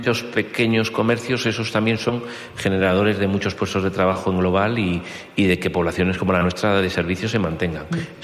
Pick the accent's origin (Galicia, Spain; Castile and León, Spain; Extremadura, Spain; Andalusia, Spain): Castile and León, Spain; La Bañeza; porque creo que me queda mucho que dar a mi tierra, a mis paisanos, y porque tengo claro un proyecto de lo que es La Bañeza